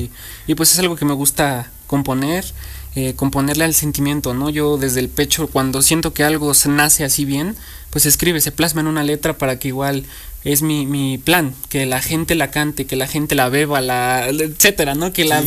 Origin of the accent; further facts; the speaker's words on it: Mexico; Amo mi país, amo mi México y pues soy muy, como lo ven, ¿no? Soy muy, muy mexicano.